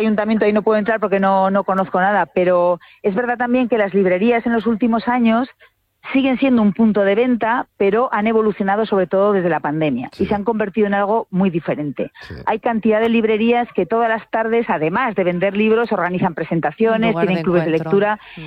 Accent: Zaragoza, Aragon, Spain; había un chaval de mi tierra, por cierto, de Zaragoza

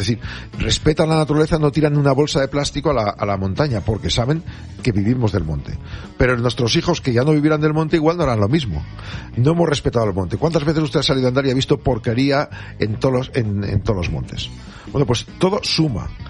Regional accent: Neila, Castile and León, Spain; moved away; Con los pinos de mi pueblo en Neila

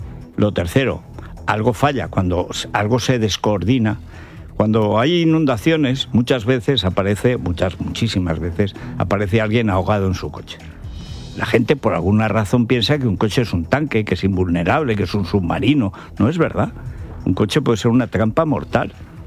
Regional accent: Castilla-La Mancha, Spain; born or raised there

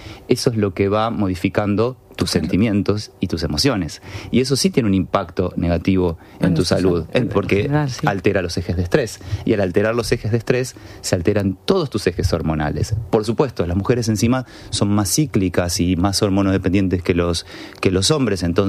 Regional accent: Argentina

